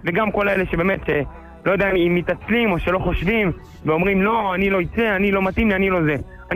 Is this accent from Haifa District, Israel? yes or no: no; Beit Shemesh, Jerusalem District, Israel; אני מבית שמש, יצאתי מבית שמש לכיוון בני ברק